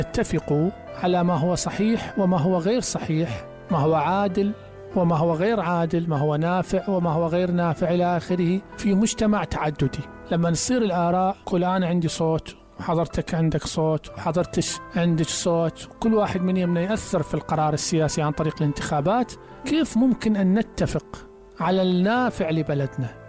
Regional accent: Iraq

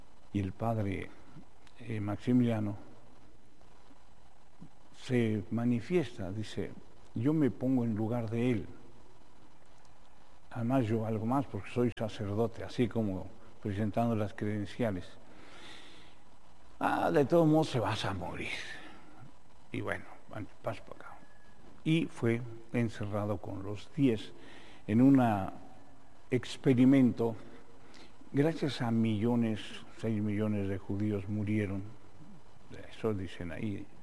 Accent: Mexico; Nosotros, fíjense, somos mexicanos

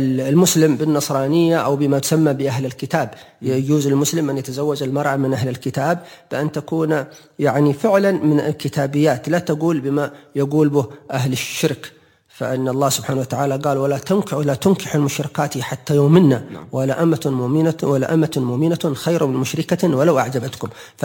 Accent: Hadhramaut, Yemen; عندنا في حضرموت

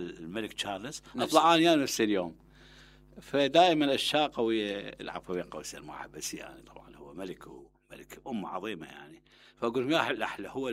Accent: Fallujah, Al Anbar, Iraq; أنا ولد بالفلوجة

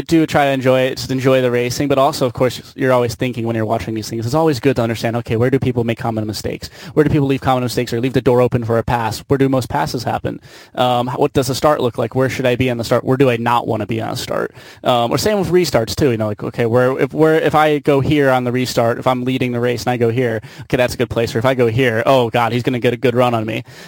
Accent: Winnetka, Illinois, United States; I'm from Winnetka, Illinois, and my family, we started in the car business.

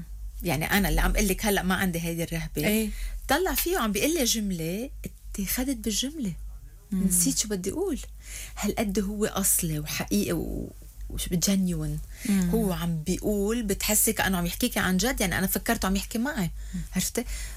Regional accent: Lebanon; انا لبنانيه

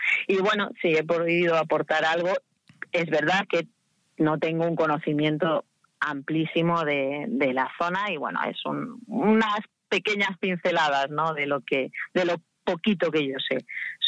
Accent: Salamanca, Castile and León, Spain; soy de Salamanca

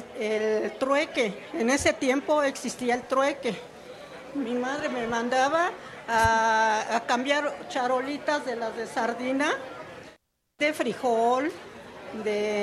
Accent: Mexico City, Mexico; De Santa María Tepepan. Sí, yo nací en Tepepan

